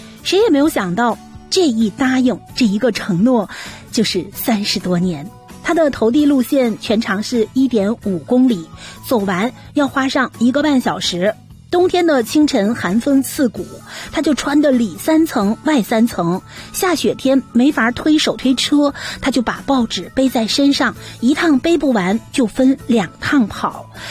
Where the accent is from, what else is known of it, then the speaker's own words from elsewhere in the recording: Canada; 虽说咱们加拿大没有能够上榜，但是榜单中的多个国家正成为咱们加拿大人换个地方过日子的热门选择。